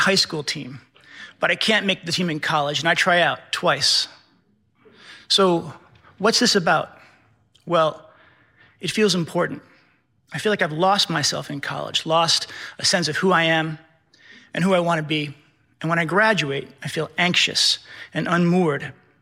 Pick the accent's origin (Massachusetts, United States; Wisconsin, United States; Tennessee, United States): Massachusetts, United States; now in Longmeadow, United States; I live out in western Massachusetts in a small town called Longmeadow. I grew up in the Berkshires